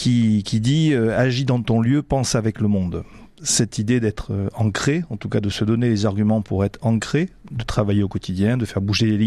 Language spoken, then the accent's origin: French; South-West France, France; accent: Sud-Ouest (South-West French); moved away as an adult; now in Niort, France; j'ai l'accent du Sud-Ouest parce que je viens du Sud-Ouest. Je suis à Niort depuis 2 ans, donc vous allez l'entendre.